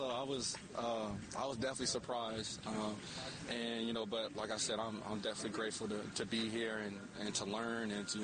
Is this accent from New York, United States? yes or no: no; Dallas, Texas, United States; I grew up in Dallas, Texas. I went to Allen.